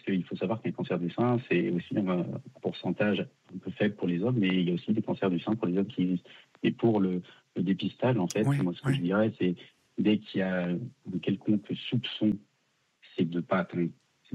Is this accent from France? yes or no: yes; Lyon, Auvergne-Rhône-Alpes, France; Oui, donc c'est ce que je te disais, donc je viens de Lyon.